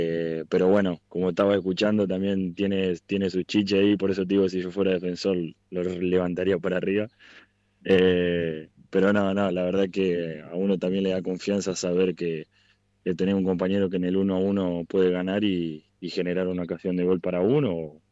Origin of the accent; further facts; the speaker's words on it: Carlos Pellegrini, Santa Fe, Argentina; moved away as an adult; now in Santa Fe, Argentina; Yo soy oriundo de Carlos Pellegrini, de la provincia de Santa Fe. Yo llegué a Colón hace un año, el año pasado a esta altura.